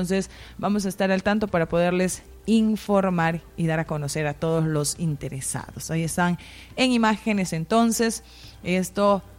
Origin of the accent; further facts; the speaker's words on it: Peru; A una semana de haber asistido como peruanos, ciudadanos responsables a las urnas a votar